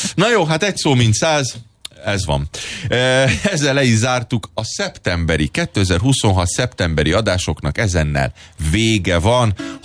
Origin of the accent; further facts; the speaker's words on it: Budapest, Hungary; Elég lenne az, ami nekem gyerekként volt Újpesten.